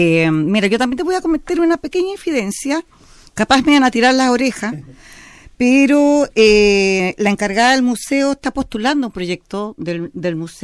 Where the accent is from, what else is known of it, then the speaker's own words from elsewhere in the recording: Maullín, Los Lagos, Chile; digo que soy de Maullín